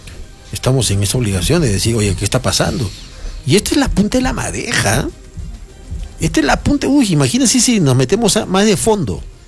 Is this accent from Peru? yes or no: yes; Arequipa, Peru; born there; Yo nací en el Hospital Goyeneche